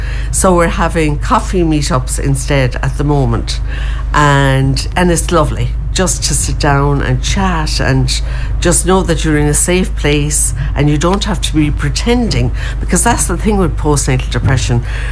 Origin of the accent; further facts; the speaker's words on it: Tipperary, Munster, Ireland; moved away; I'm originally from Tipperary, my husband's from Kilkenny.